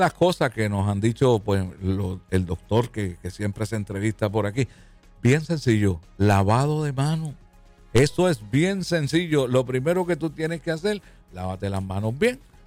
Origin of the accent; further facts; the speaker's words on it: Puerto Rico; nosotros somos boricuas